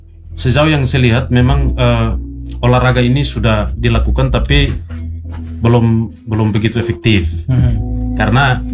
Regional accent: East Nusa Tenggara, Indonesia; ciri khas kita orang TTU

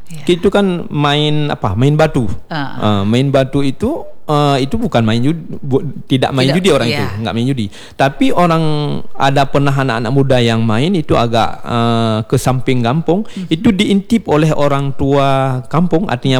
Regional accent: Bireuen, Aceh, Indonesia; moved away; Saya orang Birun, bukan asli orang sini ya.

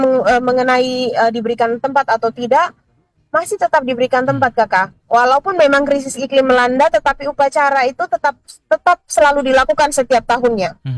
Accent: Waikabubak, East Nusa Tenggara, Indonesia; Kebetulan saya lahir dan besar di Waikabubak

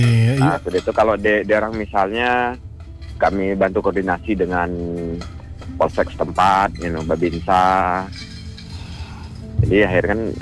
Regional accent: Deniang, Bangka Belitung Islands, Indonesia; Kita orang Deniang itu bahasa yang digaungkan.

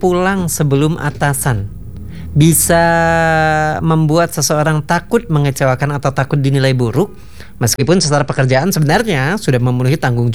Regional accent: Java, Indonesia; Jadi kita orang Jawa bilang agak ngendo dikit gitu ya.

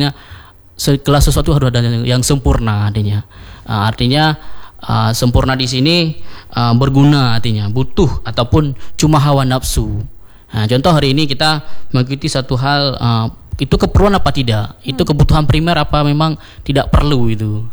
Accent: Aceh, Indonesia; now in Banda Aceh, Indonesia; culture kita orang Aceh itu

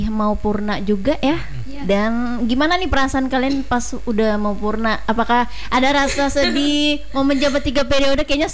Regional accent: Tangerang, Banten, Indonesia; Aku SMA 2 di Kota Tangerang.

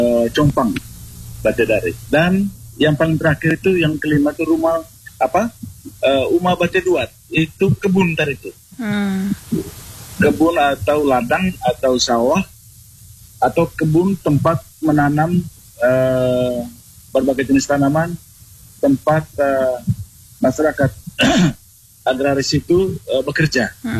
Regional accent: Manggarai, East Nusa Tenggara, Indonesia; dalam budaya dan tradisi kami orang Manggarai

